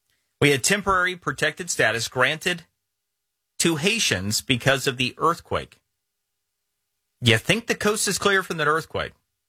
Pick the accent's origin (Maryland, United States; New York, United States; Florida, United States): Florida, United States; born or raised there